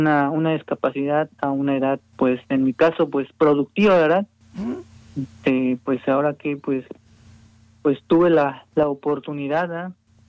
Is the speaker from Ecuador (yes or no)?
no; Poza Rica, Veracruz, Mexico; also born or lived in Puebla; regresé otra vez a mi ciudad de origen, a Poza Rica